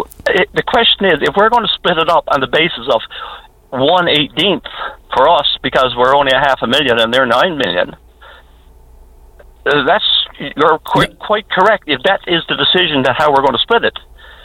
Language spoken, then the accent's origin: English; Newfoundland and Labrador, Canada; There's 9 million of them, and there's only 500,000 of us.